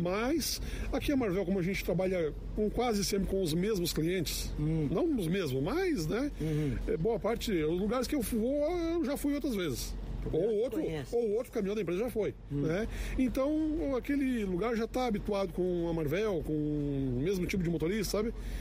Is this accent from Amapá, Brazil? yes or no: no; Lages, Santa Catarina, Brazil; Laje, Santa Catarina.